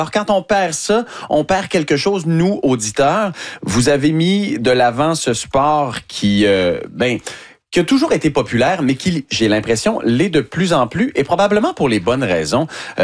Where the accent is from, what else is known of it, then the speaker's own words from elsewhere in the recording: Quebec, Canada; Je viens un peu de Québec. Vous savez, quand on vient du Saguenay-Lac-Saint-Jean, Québec, c'est la première ville qu'on visite et dans laquelle on habite.